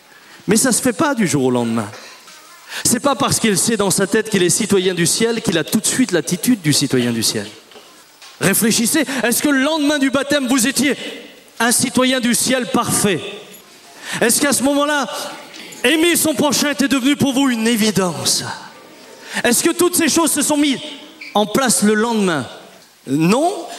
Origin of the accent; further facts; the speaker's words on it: France; born there; Je suis né en France et je suis français.